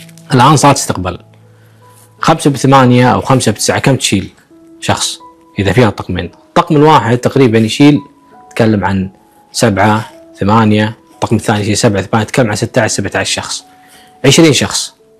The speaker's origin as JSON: {"language": "Arabic", "country": "Kuwait", "said": "اللي يخرب البيت بالكويت عندنا"}